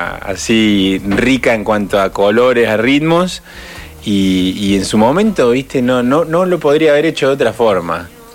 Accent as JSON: {"language": "Spanish", "region": "Córdoba", "country": "Argentina", "said": "yo no soy de Puerto Rico, ¿viste? Claro. ¿De dónde soy? De Córdoba."}